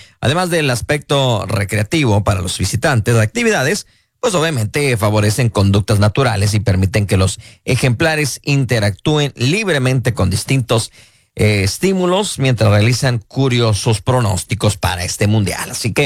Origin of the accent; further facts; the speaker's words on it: Mexico; como mexicanos queremos que México gane